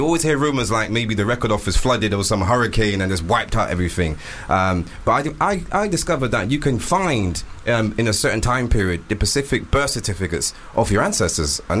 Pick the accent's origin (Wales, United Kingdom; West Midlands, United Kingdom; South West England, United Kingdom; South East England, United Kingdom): South West England, United Kingdom; Bristol; moved away as an adult; now in London, United Kingdom; I came up from Bristol to London to pursue my music career, to get into the music scene, the hip-hop scenes. That's my background.